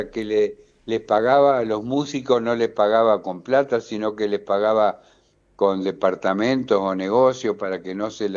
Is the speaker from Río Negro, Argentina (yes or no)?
no; Nogoyá, Entre Ríos, Argentina; Hoy me han llamado, viste, de todos lados, hasta de mi pueblo, hasta de Nogoyá me han llamado.